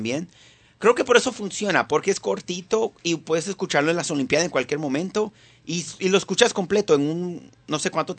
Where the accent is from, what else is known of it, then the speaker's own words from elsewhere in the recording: Venezuela; Yo como venezolano